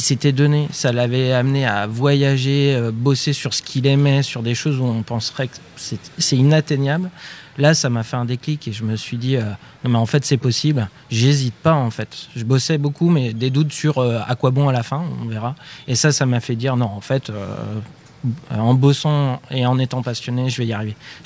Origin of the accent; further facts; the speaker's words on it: Troyes, Grand Est, France; malgré que j'étais de Troyes, dans une petite ville et tout ça, j'étais une personne